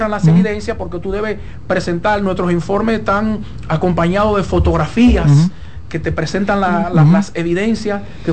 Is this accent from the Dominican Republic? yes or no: yes; Dominican Republic; nosotros como dominicanos